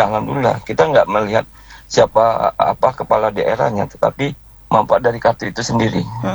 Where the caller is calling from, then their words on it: Tanjung Pinang, Riau Islands, Indonesia; kita apresiasi sebagai warga Kota Tanjung Pinang.